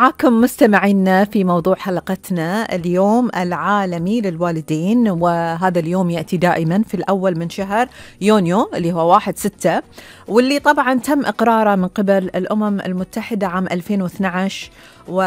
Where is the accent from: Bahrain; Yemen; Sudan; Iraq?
Bahrain; وإحنا كبحرينيين بتربيتنا بأخلاقنا بقيمنا